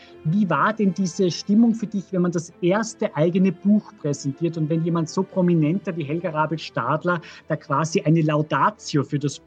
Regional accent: Salzburg, Austria; es begeistert viele Salzburger, mich zum Beispiel.

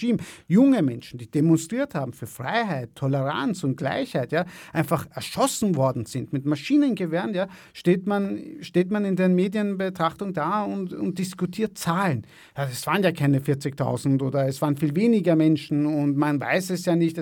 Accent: Iran; moved away; als Iraner

